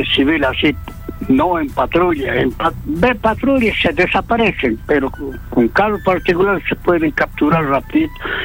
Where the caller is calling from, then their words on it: Huánuco, Peru; Yo hablo de Huánuco.